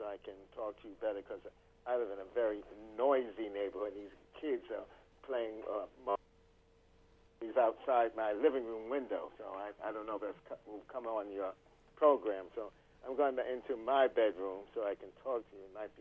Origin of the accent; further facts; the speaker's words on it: New York, United States; I've lived all my life in Harlem. I'm 72 years old. I was born in Bellevue Hospital, so you can't get more New York than that.